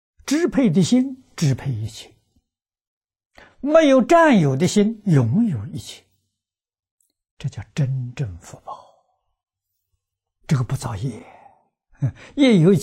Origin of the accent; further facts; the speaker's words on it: China; 我们中国人讲合情合理合法